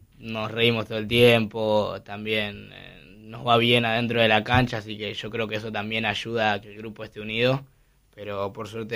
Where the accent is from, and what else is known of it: Luján, Buenos Aires Province, Argentina; born or raised there; also born or lived in Haiti